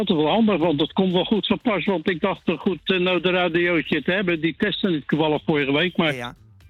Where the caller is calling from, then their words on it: Vlaardingen, South Holland, Netherlands; Uit Vlaardingen.